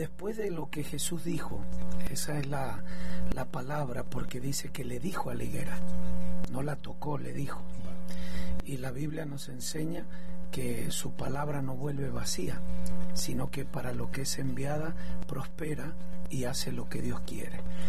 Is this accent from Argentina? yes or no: yes; Argentina; now in Mexico; ahora me acompaña mi esposa Enid, ella de Colombia, yo soy de Argentina, y tenemos hijos mexicanos.